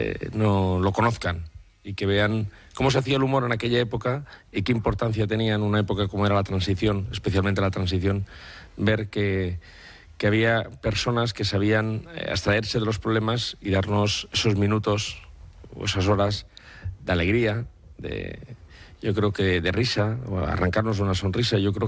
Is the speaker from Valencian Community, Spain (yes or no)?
yes; Valencian Community, Spain; yo creo que sí que tenía algunos rasgos muy característicos Tip de lo que somos los valencianos.